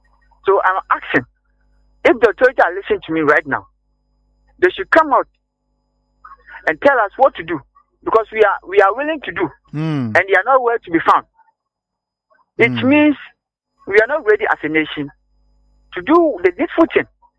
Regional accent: Ghana; But as a nation, as a Ghana, as a Ghanaian, you can find someone eating and throwing the rubbish anyhow.

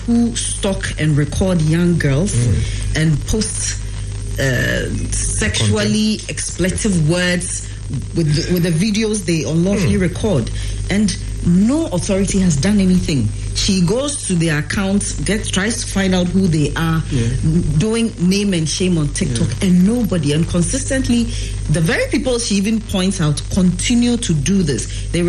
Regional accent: Ghana; I sit here as a Ghanaian woman

